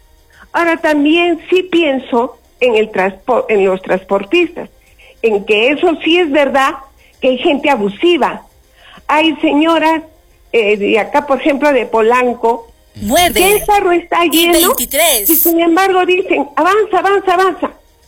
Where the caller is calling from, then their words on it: Arequipa, Peru; yo soy arequipeña.